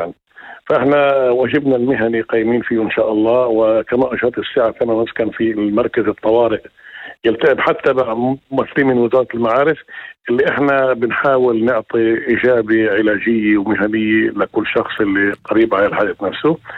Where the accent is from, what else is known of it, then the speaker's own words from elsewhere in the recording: Kafr Manda, Northern District, Israel; عندنا بكفر مندى